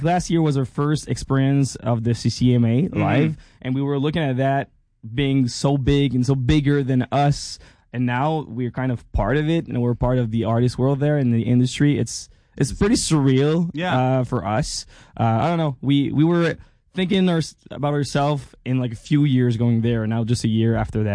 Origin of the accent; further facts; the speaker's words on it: Quebec City, Quebec, Canada; We're from Quebec City, actually.